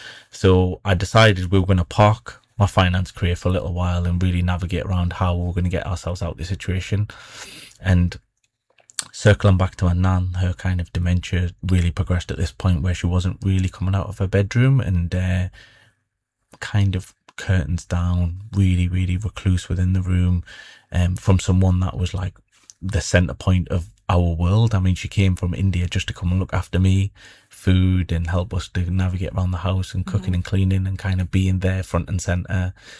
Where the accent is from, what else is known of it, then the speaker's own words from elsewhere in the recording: Sunderland, North East England, United Kingdom; obviously born and bred in the Northeast. I'm actually born in Sunderland. Apologies for that, guys, but born and bred in Sunderland, grew up there.